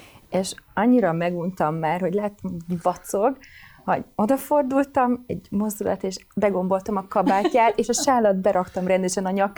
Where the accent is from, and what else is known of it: Sarkad, Békés, Hungary